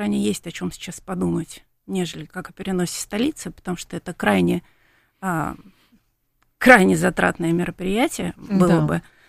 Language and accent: Russian; Moscow, Russia; Я коренная москвичка, я очень люблю Москву.